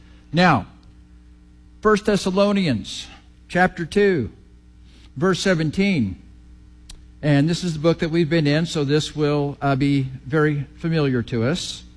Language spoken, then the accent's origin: English; Missouri, United States; I grew up in Missouri